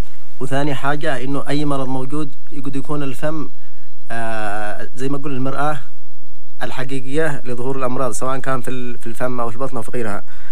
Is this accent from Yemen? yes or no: yes; Yemen; احنا كمجتمع يمني